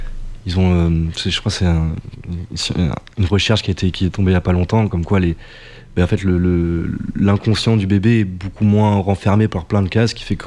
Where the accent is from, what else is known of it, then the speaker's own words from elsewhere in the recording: Limoges, Nouvelle-Aquitaine, France; je viens de Limoges, donc une toute petite ville